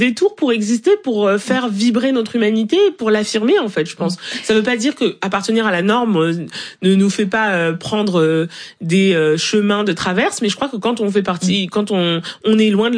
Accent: Cameroon; et en plus nous on est Nyokon, donc on vient de Nyokon au Cameroun

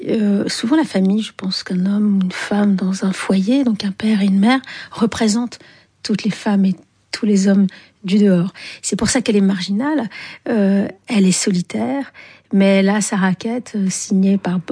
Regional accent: Algiers, Algiers Province, Algeria; parce que j'ai grandi à Alger, qui est un pays très viril, masculin.

